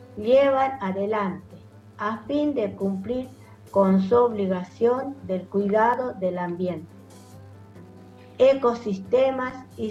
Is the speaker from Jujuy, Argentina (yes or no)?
yes; Laguna de Pozuelos, Jujuy, Argentina; vengo de la cuenca de Pozuelo, Laguna de Pozuelo, donde está totalmente muerta la laguna, y mi pueblo, soy del pueblo Coya.